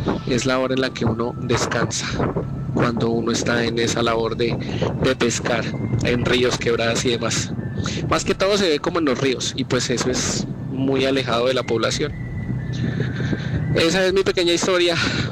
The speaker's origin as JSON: {"language": "Spanish", "town": "Garzón", "region": "Huila", "country": "Colombia", "tie": "born or raised there", "said": "Yo soy de Garzón Huila, del Huila. Soy de Garzón Huila y pues allá es un pueblito."}